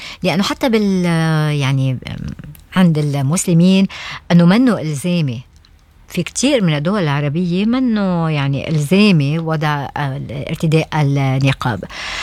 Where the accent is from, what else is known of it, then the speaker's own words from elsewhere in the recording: Lebanon; now in Australia; لبنان مثل ما شايفين وضعنا